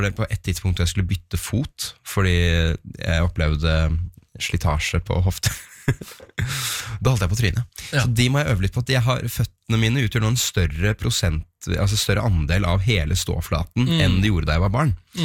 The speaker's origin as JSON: {"language": "Norwegian", "region": "Oslo", "country": "Norway", "tie": "born or raised there", "said": "si jeg vokste opp rett ved Oppsal Arena."}